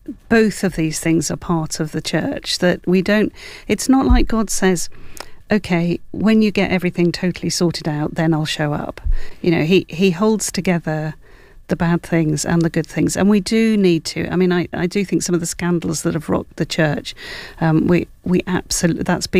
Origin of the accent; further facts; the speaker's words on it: Wales, United Kingdom; I'm Welsh, and so the kind of Welsh revival is in my blood.